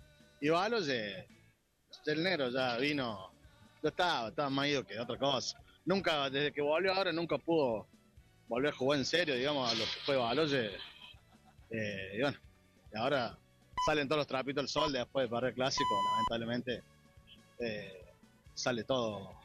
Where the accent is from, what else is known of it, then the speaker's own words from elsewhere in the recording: Córdoba, Argentina; Sí, somos de Córdoba, pero...